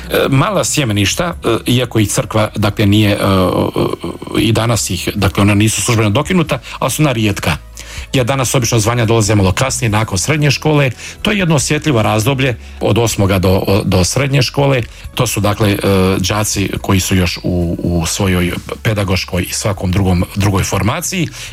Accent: Jajce, Federation of Bosnia and Herzegovina, Bosnia & Herzegovina; Onda sam se vratio u moj rodni kraj, a kod nas postoje u Jajačkoj regiji tri župe, to su Dobretići, Podmilače i Jajce.

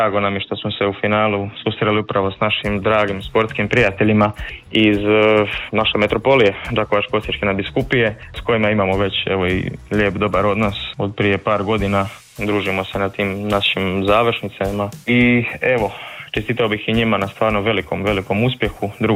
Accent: Požega, Požega-Slavonia County, Croatia; mi kao Slavonci pokazali kao odlični domaćini, naša Požeška biskupija

